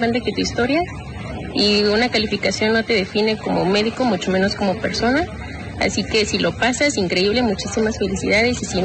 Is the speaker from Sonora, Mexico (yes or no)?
no; Oaxaca de Juárez, Oaxaca, Mexico; Soy originaria de Oaxaca, Oaxaca de Juárez, y quiero hacer traumatología y ortopedia.